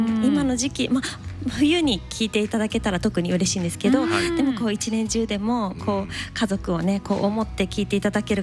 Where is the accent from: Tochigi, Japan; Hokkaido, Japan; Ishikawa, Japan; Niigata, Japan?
Niigata, Japan; Nagaoka; 私の地元新潟県の長岡の音楽食堂にて